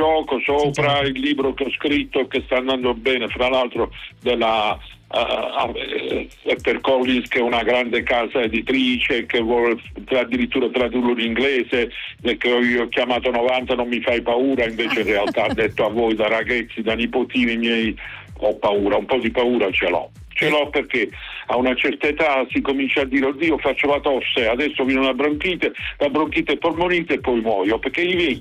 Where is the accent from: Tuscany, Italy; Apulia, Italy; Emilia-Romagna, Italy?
Apulia, Italy